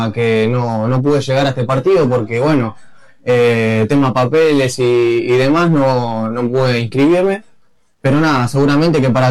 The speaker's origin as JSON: {"language": "Spanish", "town": "La Plata", "region": "Buenos Aires Province", "country": "Argentina", "tie": "born there", "moved": "as an adult", "said": "me formé de Estudiantes de La Plata, desde muy chico, desde 7 años."}